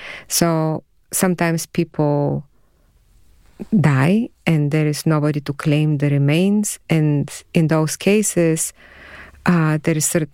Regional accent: Bulgaria; English is a second language; moved away; I've lived here more than the time that I've lived in Bulgaria. I don't hear my accent.

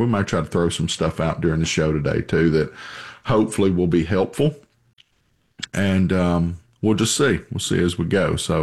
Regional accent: Tennessee, United States; I grew up in Tennessee. I've lived here all my life.

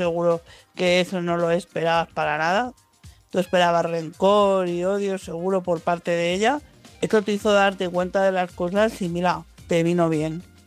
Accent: Madrid, Community of Madrid, Spain

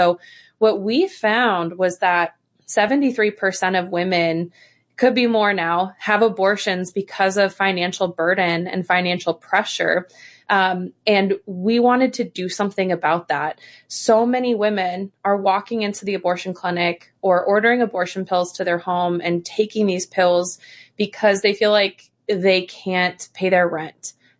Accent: Colorado, United States; now in Indiana, United States; I'm originally from Colorado.

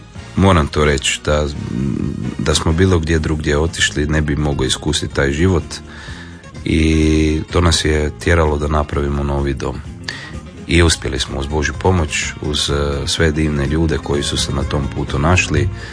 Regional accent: Globočec, Krapina-Zagorje County, Croatia; moje rodno selo, moje rodna gruda, bi rekli Zagorci, je Globočec, Marija Bistrica.

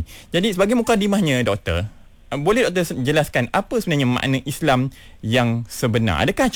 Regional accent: Johor, Malaysia; Walaupun saya anak jati Johor, tapi bila tengok orang Kedah ni orang kata cukup-cukup dekat jugalah dengan hati saya sebab keluarga pun ada yang berada di negeri Kedah juga.

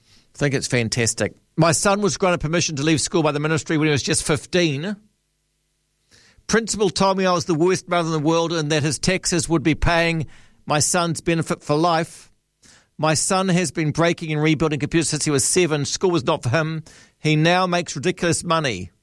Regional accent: Port Chalmers, Otago, New Zealand; moved away as an adult; I'm from Port Chalmers and went away to sea as an 18-year-old and joined a cargo ship in Japan.

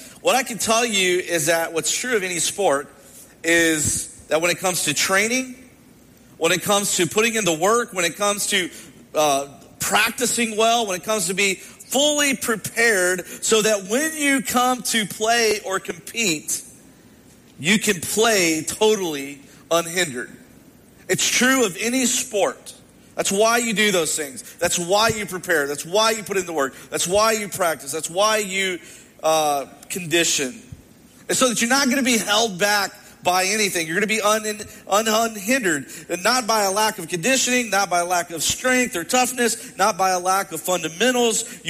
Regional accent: Kentucky, United States; moved away; especially in Kentucky. And so I've been excited to be back in my home state and to experience fall again.

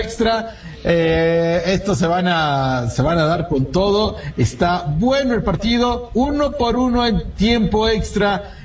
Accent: Escuintla, Guatemala; Buenas noches, soy de Escuintla, Playa Sur de Guatemala.

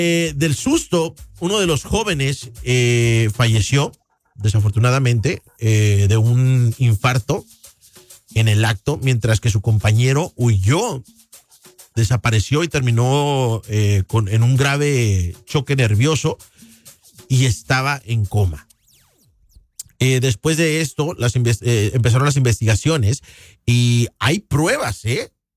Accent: Morelos, Mexico; moved away; en Cuernavaca, donde cerquita de donde soy yo. En Cuernavaca, Morelos

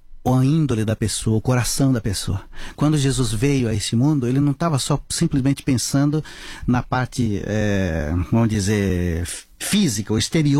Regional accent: Brazil; born there; first language Terena; Portuguese is a second language; Nasci e eu falava só a língua dos índios terenas. Quando eu era pequeno, eu não entendia nada de português, né? Eu precisei depois aprender e eu não conhecia direito as palavras e tudo.

